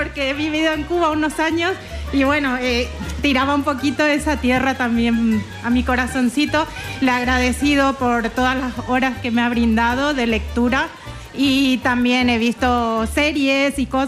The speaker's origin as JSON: {"language": "Spanish", "country": "Paraguay", "moved": "as an adult", "lives_now": "Spain", "said": "Soy paraguaya, llevo 18 años en España"}